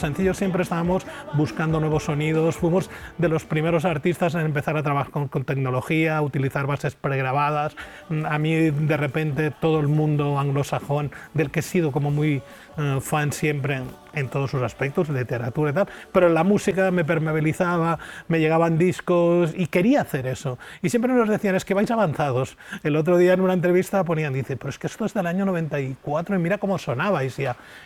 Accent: L'Ametlla del Vallès, Catalonia, Spain; moved away; del pequeño pueblo donde soy originario, Lambella del Vallès

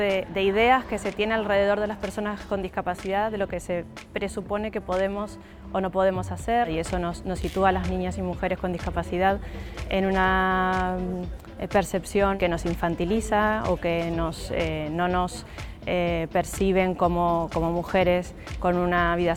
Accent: Uruguay; also born or lived in Argentina; now in Spain; Por nacimiento soy argentina, por crianza y por familia soy uruguaya, y actualmente estoy viviendo en España.

